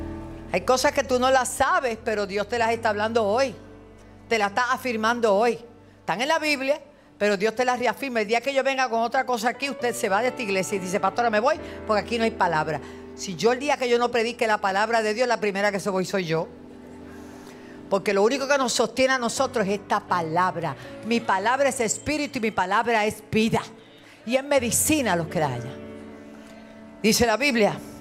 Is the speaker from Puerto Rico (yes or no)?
yes; Puerto Rico; los boricuas somos la gente más trabajadora, somos la gente más sincera, más íntegra, la gente que produce. Los boricuas somos otra cosa porque somos de Dios.